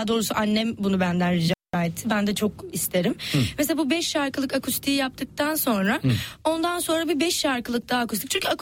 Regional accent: Bergama, İzmir, Turkey; Memleketim Bergama.

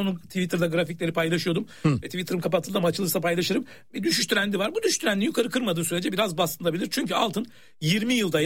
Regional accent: Istanbul, Turkey; Balkan göçmeniyiz biz, çok çok eski İstanbulluyuz. 8 jenerasyon.

